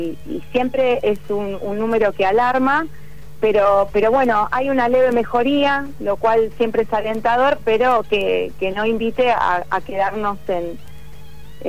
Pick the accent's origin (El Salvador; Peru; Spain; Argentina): Argentina; yo soy de Buenos Aires